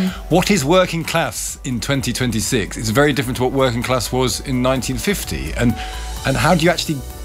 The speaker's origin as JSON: {"language": "English", "region": "England", "country": "United Kingdom", "accent": "flat vowels", "said": "Well, Kate and I both speak with flat vowels, because we come from the North and the Midlands."}